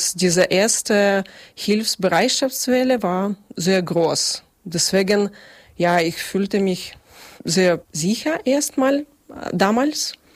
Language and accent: German; Kyiv, Ukraine; German is a second language; moved away as an adult; now in Zeitz, Germany; weil ich komme aus Großstadt, aus dem Hauptstadt Kiew